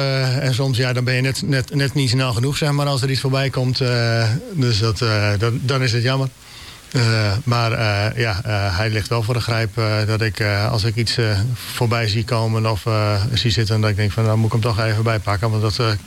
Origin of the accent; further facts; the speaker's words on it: Appingedam, Groningen, Netherlands; now in Nieuwolda, Netherlands; En ik kom van oorsprong uit Appingedam, dus daar kom ik weg. Ja. Ben op enig moment geland in Nieuwolda.